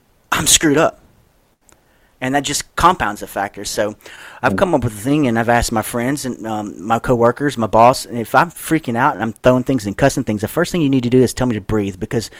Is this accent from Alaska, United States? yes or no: no; Louisiana, United States; born or raised there